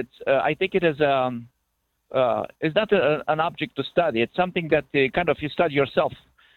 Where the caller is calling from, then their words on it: Franklin, Kentucky, United States; I'm on the road. I'm in Franklin, Kentucky, on my way to Charlotte, North Carolina. Truck driver.